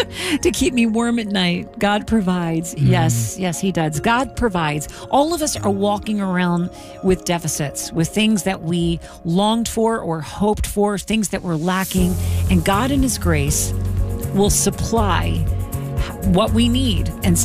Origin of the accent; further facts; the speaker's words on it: Ellicott City, Maryland, United States; Ellicott City, my hometown